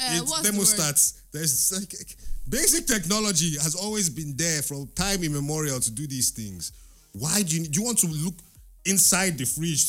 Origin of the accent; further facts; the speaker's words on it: Nigeria; I will go as a child of Nigeria.